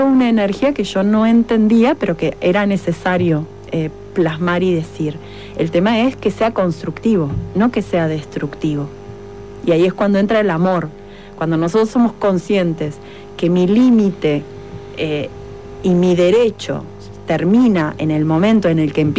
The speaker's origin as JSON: {"language": "Spanish", "region": "Montevideo", "country": "Uruguay", "said": "yo que vengo de Montevideo"}